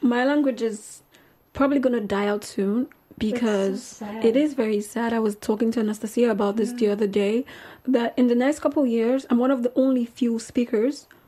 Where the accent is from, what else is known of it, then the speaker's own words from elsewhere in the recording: Nigeria; English is a second language; When I meet people and I say I'm from Nigeria, they're like, oh, jollof rice, right?